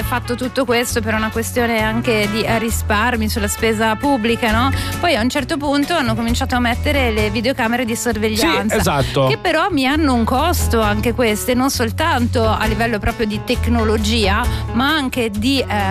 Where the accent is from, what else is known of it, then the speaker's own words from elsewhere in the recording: Lugano, Ticino, Switzerland; Ma non è giusto, scusa, io sono di Lugano, uso i miei bei sacchetti rossi